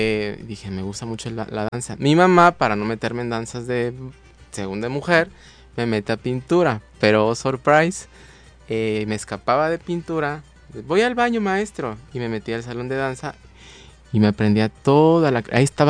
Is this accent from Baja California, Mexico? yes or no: no; Iguala, Guerrero, Mexico; born there; Yo nací en Iguala, pero nada más nací.